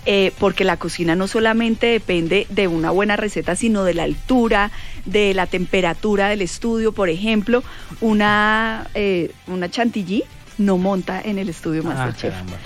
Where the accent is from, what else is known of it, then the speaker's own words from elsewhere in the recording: Paisa region, Colombia; now in Chía, Colombia; Pero si yo soy paisa